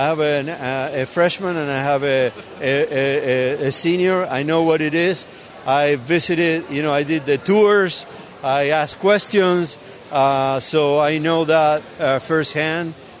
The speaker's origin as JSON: {"language": "English", "town": "Rosario", "region": "Santa Fe", "country": "Argentina", "tie": "born or raised there", "moved": "yes", "lives_now": "United States", "said": "He's from my hometown"}